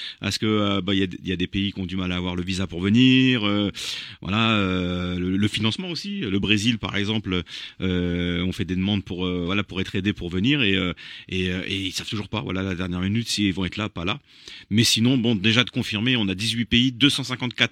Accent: Southern Italy, Italy; Ah ben moi, mes parents, et puis moi aussi, hein, mes parents, ils viennent d'un petit village du sud de l'Italie, entre les Pouilles et la Campanie, hein, entre Foggia et Avellino.

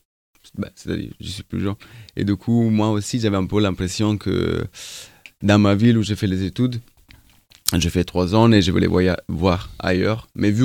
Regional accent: Cuneo, Piedmont, Italy; Et oui, moi, je suis de Cuneo, du coup, plus au nord.

